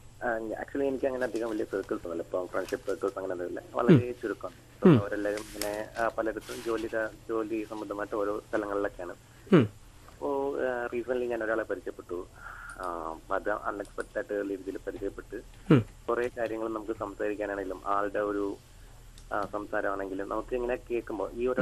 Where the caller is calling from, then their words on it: Kochi, Kerala, India; ഞാൻ ഇവിടെ എടപ്പള്ളി നിന്നാണ് വിളിക്കുന്നത്.